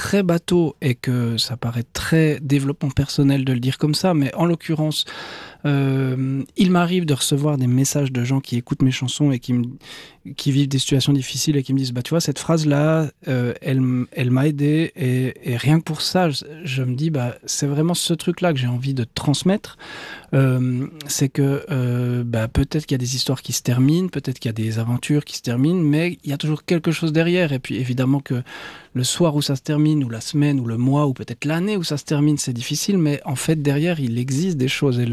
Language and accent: French; Porrentruy, Jura, Switzerland; Est-ce qu'on me regarde de haut parce que je suis de Porrentruy?